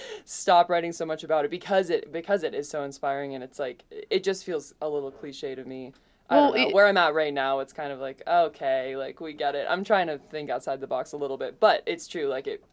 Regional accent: Edgecombe, Maine, United States; I grew up in Maine, and I don't know, I've never done more driving than I have living in Maine.

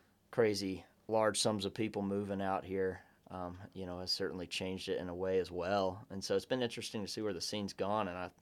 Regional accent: South Carolina, United States; moved away as an adult; Where I'm from in South Carolina, at least my hometown, you don't see a whole lot of that.

